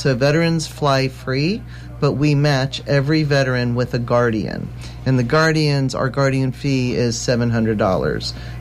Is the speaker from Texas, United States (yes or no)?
no; Florida, United States; moved away as an adult; now in Alabama, United States; I'm from South Florida